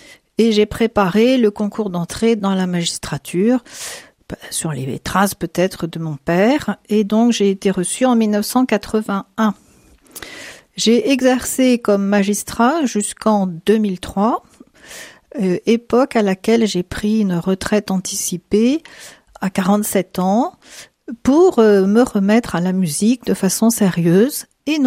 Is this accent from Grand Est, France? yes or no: no; Saint-Malo, Brittany, France; born there; also born or lived in Île-de-France; Non, je suis bretonne, je suis née à Saint-Malo. Mais mon père était magistrat et donc nous avons souvent déménagé. J'ai poursuivi mes études de musique en région parisienne